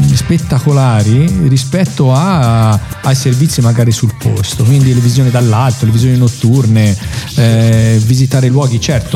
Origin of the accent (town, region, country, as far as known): Follonica, Tuscany, Italy